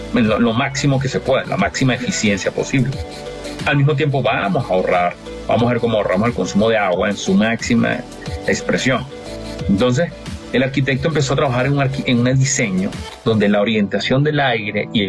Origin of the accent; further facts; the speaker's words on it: Barquisimeto, Lara, Venezuela; also born or lived in Spain; now in Caracas, Venezuela; yo soy del interior, o sea, mi familia es toda de Barquisimeto, yo soy de Barquisimeto, vivo en Caracas hace muchos años